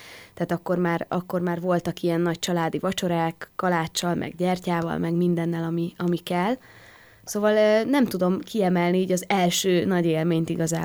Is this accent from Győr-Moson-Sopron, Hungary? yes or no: no; Kecskemét, Bács-Kiskun, Hungary; born there; Mi ugye Kecskemétről származunk